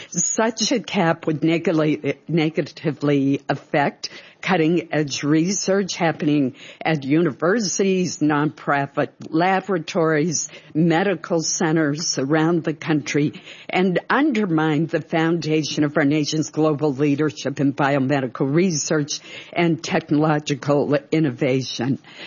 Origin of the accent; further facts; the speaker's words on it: Maine, United States; to entities in my home state of Maine.